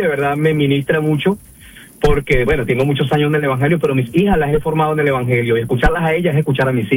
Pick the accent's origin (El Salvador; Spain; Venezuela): Venezuela; De hecho, en mi tierra Venezuela decimos que mira con quién anda y te diré quién eres, algo así.